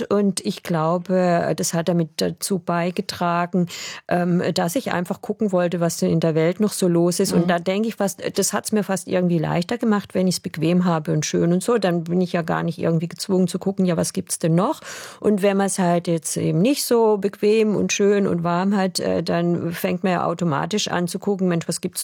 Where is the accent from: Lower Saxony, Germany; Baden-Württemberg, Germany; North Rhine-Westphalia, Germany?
Baden-Württemberg, Germany; accent: Alemannic; also born or lived in Lörrach / Freiburg / Canada; Also ich rede ja eigentlich alemannischen Dialekt und ich konnte wirklich total schlecht Hochdeutsch.